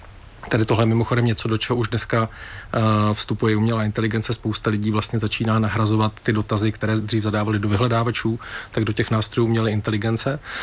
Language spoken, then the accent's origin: Czech; Brno, South Moravian Region, Czechia; já jsem teda z Brna původem a chodil jsem na Gimpl